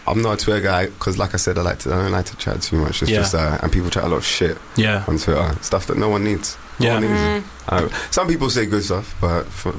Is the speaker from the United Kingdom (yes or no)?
yes; London, United Kingdom; obviously I'm from West.